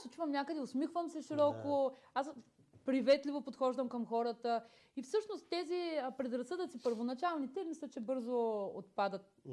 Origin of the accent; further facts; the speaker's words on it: Varna, Varna Province, Bulgaria; now in Plovdiv, Bulgaria; И тя и аз сме от Варна.